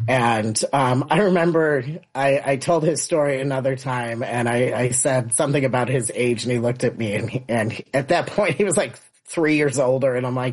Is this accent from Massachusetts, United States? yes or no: no; Park Ridge, Illinois, United States; growing up in Park Ridge. And, you know, not forever long ago, you know, I'm only 46